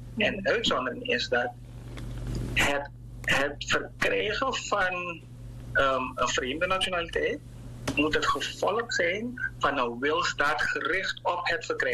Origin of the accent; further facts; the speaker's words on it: Suriname; ik denk dat wij als Surinamer toch wel in een nadere stadium moeten gaan kijken naar het eigenlijk realiseren van onze wetgeving met betrekking tot naturalisatie.